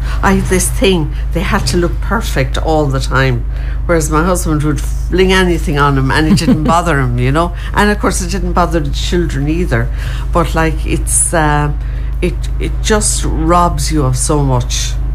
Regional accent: Tipperary, Munster, Ireland; moved away; I'm originally from Tipperary, my husband's from Kilkenny.

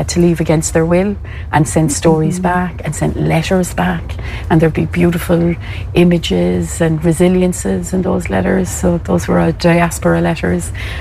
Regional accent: Cork, Munster, Ireland; When I was growing up, I grew up in Mayfield in Cork, which is the north side. You know, it would have been seen as the poor side

